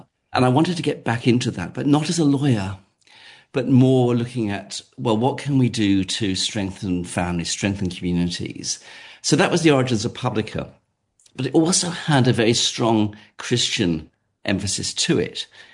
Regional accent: England, United Kingdom; moved away as an adult; now in Australia; I'm English by origin. And I'm very bad at languages, so I haven't really picked up any other accent. But I came out to Australia when I was 27 in 1986, and I've never looked back.

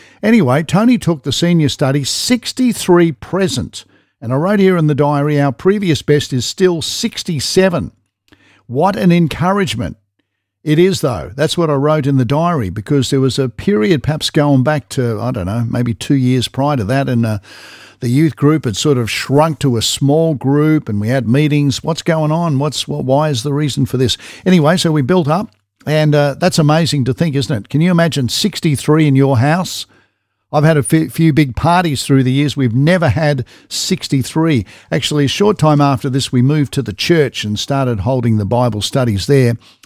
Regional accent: Gold Coast, Queensland, Australia; Some good days of the youth group and fellowship growing up on the Gold Coast.

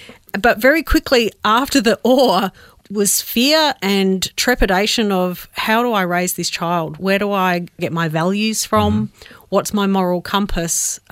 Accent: Adelaide, South Australia, Australia; also born or lived in Melbourne, Australia; So I was born in Melbourne, but we moved to Adelaide when I was about five for my dad's work.

